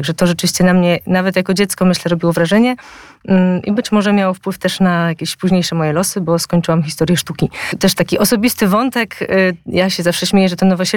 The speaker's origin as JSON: {"language": "Polish", "town": "Warsaw", "region": "Masovian Voivodeship", "country": "Poland", "tie": "born or raised there", "said": "Ja rzeczywiście urodziłam się, znaczy od urodzenia mieszkam w Wesołej i z tą parafią właśnie jestem związana od dziecka."}